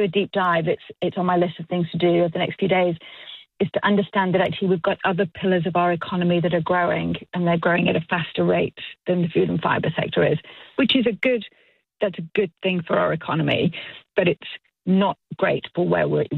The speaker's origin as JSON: {"language": "English", "town": "Manchester", "region": "North West England", "country": "United Kingdom", "said": "I am from Manchester."}